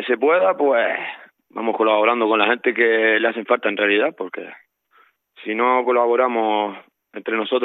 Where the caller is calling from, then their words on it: Vega de San Mateo, Canary Islands, Spain; sigo siendo voluntario aquí en mi pueblo, que es La Vega San Mateo